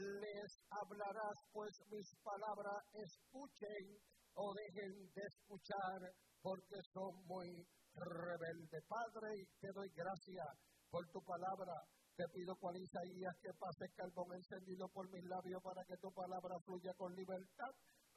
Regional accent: Puerto Rico; es puertorriqueño, igual que yo.

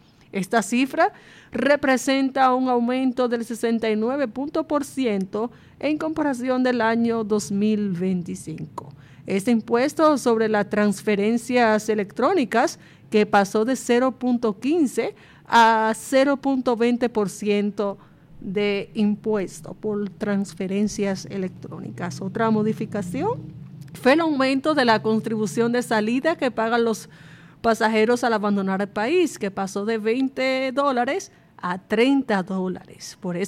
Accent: Dominican Republic; nosotros los dominicanos

